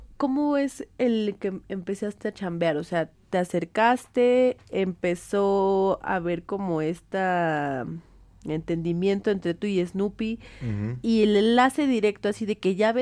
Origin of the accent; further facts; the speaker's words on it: Mexico City, Mexico; yo crecí, te digo, acá en la Moctezuma, mi prepa está en Eduardo Molina con esquina con San Juan de Aragón, y toda mi familia de mis amigos viven de ese lado.